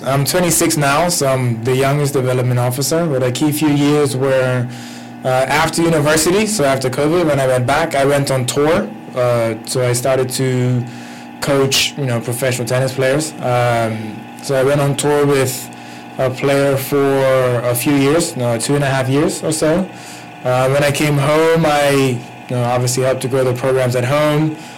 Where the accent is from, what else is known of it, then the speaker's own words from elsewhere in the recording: Bermuda; But I'm from Bermuda. Flew in from Bermuda.